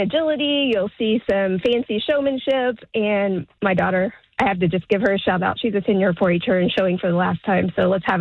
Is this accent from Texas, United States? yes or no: no; Martinsville, Indiana, United States; now in Indianapolis, United States; I'm from, I live in Indianapolis right now, but I'm originally from Morgan County, down in Martinsville.